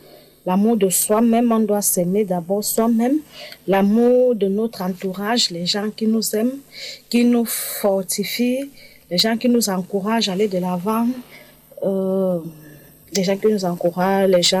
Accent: Cameroon; moved away; Je suis camerounaise.

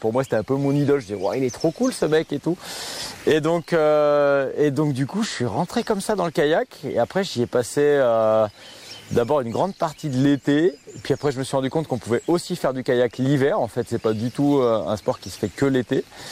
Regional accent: Nouvelle-Aquitaine, France; moved away as an adult; now in Argelès-Gazost, France; j'ai grandi à côté de La Rochelle, quoi. Et quand je suis arrivé dans les Pyrénées

